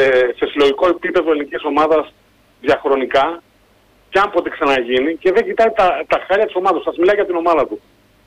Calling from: Rafina, Attica, Greece; από τη Ραφίνα

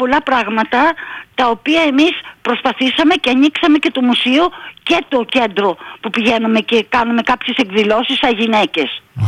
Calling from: Stagiates, Thessaly, Greece; Εγώ είμαι από τις Σταγιάτες.

